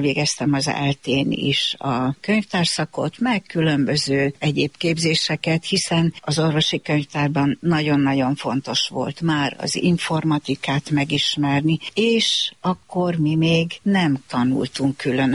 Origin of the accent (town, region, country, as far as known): Nyíregyháza, Szabolcs-Szatmár-Bereg, Hungary; born there